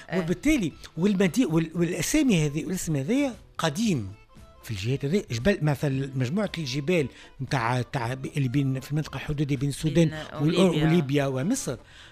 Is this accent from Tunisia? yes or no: yes; Tunisia; عندنا في الجنوب التونسي